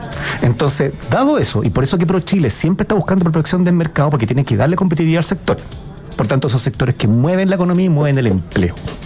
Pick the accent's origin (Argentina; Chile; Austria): Chile; Iquique, Tarapacá; El plan de adaptación regional de Tarapacá, sí, que soy de Iquique, ya lo incluye.